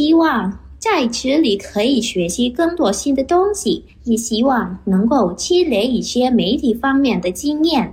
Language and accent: Chinese; Indonesia; Chinese is a second language; 我来自印度尼西亚的五七二四，刚从印尼大学中文系毕业了。